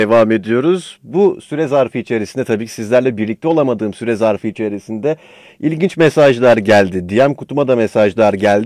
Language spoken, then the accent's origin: Turkish; Istanbul, Turkey; İstanbul doğumluyum onu söyleyeyim. İstanbul doğumluyum. Hep İstanbul'daydım hayatım boyunca. Nerelisin? İstanbulluyum.